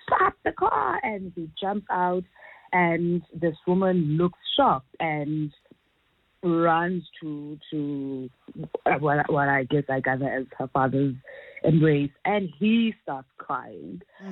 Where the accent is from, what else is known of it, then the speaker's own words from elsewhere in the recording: Cape Town, Western Cape, South Africa; also born or lived in Elsies River; So I'm from Gugule to Cape Town, and before we were moved to Gugule, I talk about being displaced from Witbank Elsitz River.